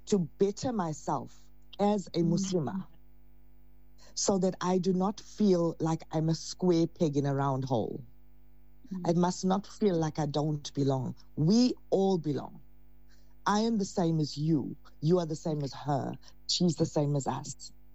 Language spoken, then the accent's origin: English; Pietermaritzburg, KwaZulu-Natal, South Africa; born there